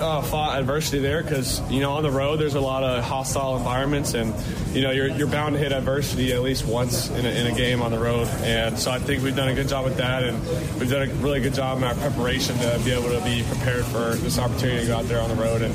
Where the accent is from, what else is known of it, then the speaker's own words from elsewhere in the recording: California, United States; Yeah, big game for me coming back home, my hometown.